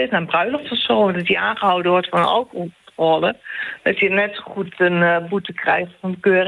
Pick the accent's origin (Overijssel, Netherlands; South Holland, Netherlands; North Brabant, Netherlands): Overijssel, Netherlands; Enschede; moved away as an adult; Ik ben, ik ben geboren en getogen in Enschede. Ik ben daar op mijn 19e weggegaan. Ik ben via heel veel plaatsen in Nederland ben ik 4 jaar geleden teruggekomen. Ik werk nu in de zorg in Almelo.